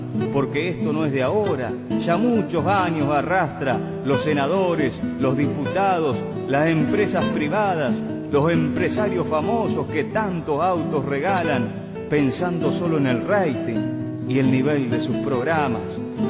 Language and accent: Spanish; Argentina; Perdón como argentino, me avergüenza y me da rabia porque lo abandonamos cuando más nos precisaba.